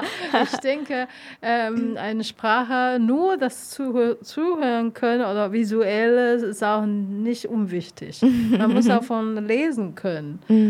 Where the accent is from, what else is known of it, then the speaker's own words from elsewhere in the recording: Taiwan; German is a second language; now in Germany; Ich komme persönlich aus Taiwan. Mhm. Ich habe natürlich auch meine taiwanische Verhaltung.